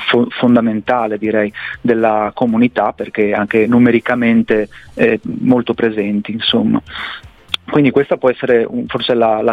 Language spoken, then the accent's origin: Italian; Codroipo, Friuli-Venezia Giulia, Italy; noi guardando dalla nostra parte noi siamo di Cada Laghe, ma uno di Pordenone potrebbe dire la stessa cosa. Noi siamo insomma a metà strada, ripeto, fra Udine e Pordenone, e la città ha 16.000 abitanti, quindi una cittadina